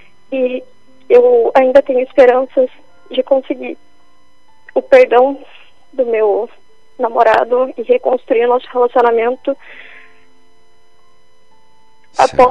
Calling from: São Paulo, Brazil; De São Paulo.

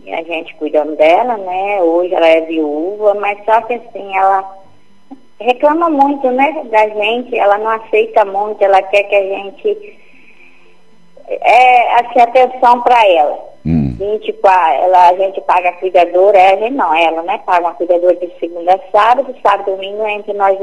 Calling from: Fundão, Espírito Santo, Brazil; Eu falo de Fundão, Espírito Santo.

